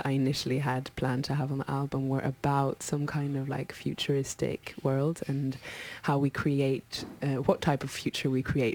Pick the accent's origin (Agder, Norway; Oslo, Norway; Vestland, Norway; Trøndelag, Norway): Oslo, Norway; moved away; I grew up in Oslo